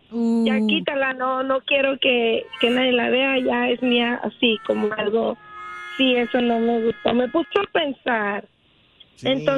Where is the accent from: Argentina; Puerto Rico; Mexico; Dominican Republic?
Mexico; now in Las Vegas, United States; Yo soy mexicana y estoy aquí en Las Vegas.